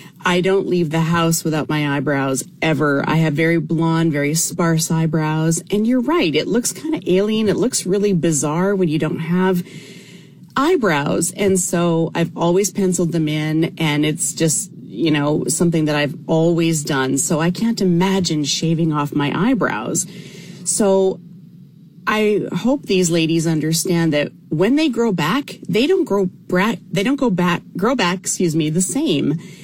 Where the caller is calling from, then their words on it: Maine, United States; from Maine, and I'm a very long-time listener.